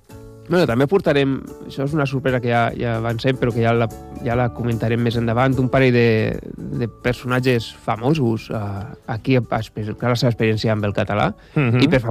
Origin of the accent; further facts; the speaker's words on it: Valencian Community, Spain; jo soc valencià